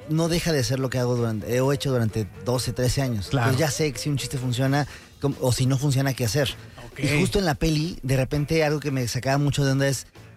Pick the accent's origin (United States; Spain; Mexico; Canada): Mexico; habla mucho de la esencia, de lo irreales que somos como mexicanos.